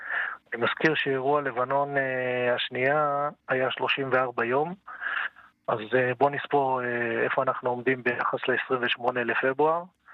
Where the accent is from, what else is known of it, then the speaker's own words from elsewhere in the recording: Kiryat Shmona, Northern District, Israel; moved away as an adult; now in Dafna, Israel; נכון, אני מתגורר 35 שנה בדפנה, ואני עד הצבא גדלתי בקריית שמונה